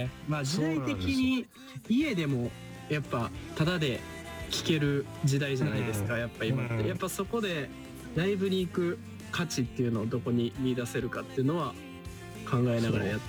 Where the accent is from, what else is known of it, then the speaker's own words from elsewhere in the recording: Osaka, Japan; now in Tokyo, Japan; 大阪出身のシンガーソングライターで、今は24歳になりました。